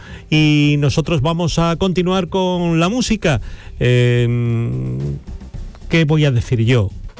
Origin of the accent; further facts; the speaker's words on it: Andalusia, Spain; nuestra tierra. El paraíso se llama Andalucía